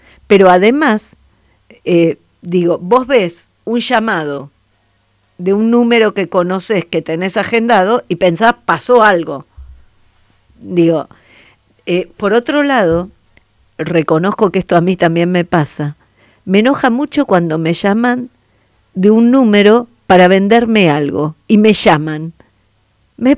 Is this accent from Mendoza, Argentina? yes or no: no; Buenos Aires, Argentina; Yo vivía en un barrio, en Parque Chacabuco